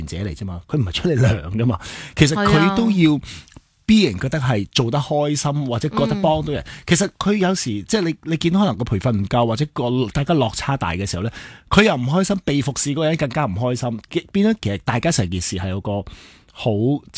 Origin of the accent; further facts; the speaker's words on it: Hong Kong; 我哋香港人